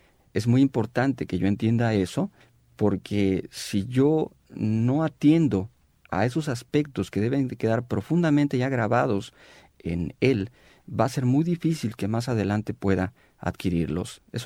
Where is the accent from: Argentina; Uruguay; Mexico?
Mexico; En nuestro país, en mi país, el país de México